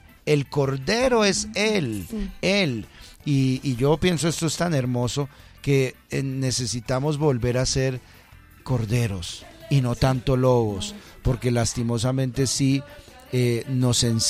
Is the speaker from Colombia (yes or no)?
yes; Colombia; yo soy también colombiano y desde acá escucho el programa, me parece espectacular, maravilloso.